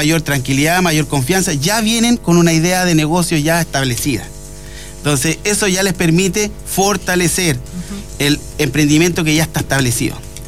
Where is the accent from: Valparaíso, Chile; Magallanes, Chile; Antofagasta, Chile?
Valparaíso, Chile; Catapilco; fui funcionario municipal, fui concejal por dos periodos en la comuna vecina de Zapallar, soy oriundo de Acatapilco